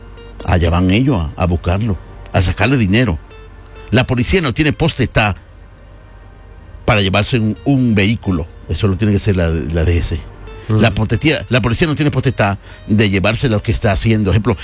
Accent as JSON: {"language": "Spanish", "country": "Dominican Republic", "also_born_or_lived": "Santo Domingo", "moved": "as an adult", "said": "Primero soy dominicano."}